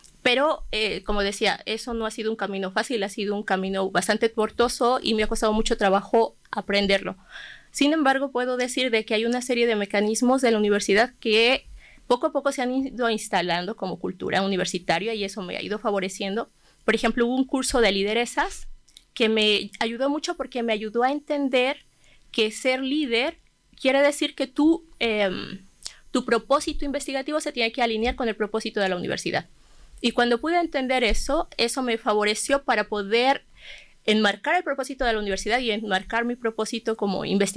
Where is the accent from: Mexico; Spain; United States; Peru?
Mexico; moved away as an adult; now in Chile; mexicana, 8 años radicando aquí en Chile.